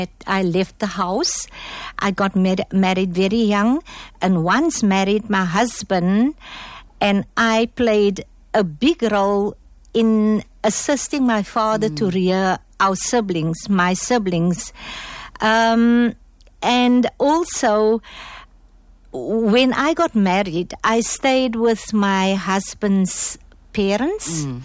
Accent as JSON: {"language": "English", "town": "Cape Town", "region": "Western Cape", "country": "South Africa", "tie": "born or raised there", "also_born_or_lived": "District Six, Cape Town / Goodwood, Cape Town", "said": "We moved to Goodwood. And thereafter, we moved to Bridgetown, where we stayed up till this moment."}